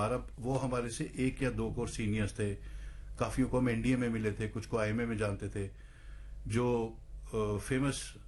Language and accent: Hindi; Rohtak, Haryana, India; मैं रोहतक का रहने वाला हूँ